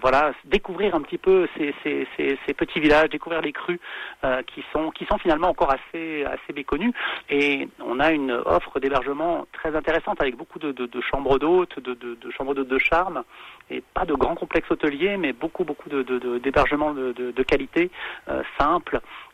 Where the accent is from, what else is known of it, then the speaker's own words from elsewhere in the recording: Grand Est, France; moved away; Moi, je suis alsacien d'origine, oui.